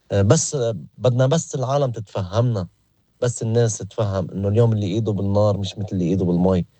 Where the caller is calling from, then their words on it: Lebanon; نحن الشعب اللبناني منحب بعض، نحن الشعب اللبناني نعرف نعيش مع بعض